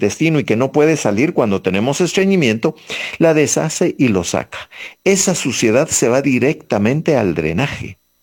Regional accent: Guatemala; Y así somos los guatemaltecos.

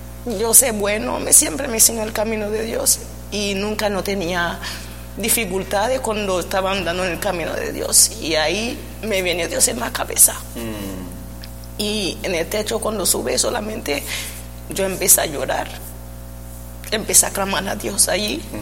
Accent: Venezuela; now in Martinique; Y mi madre vive en la isla, salí de Venezuela, vive en Martinica.

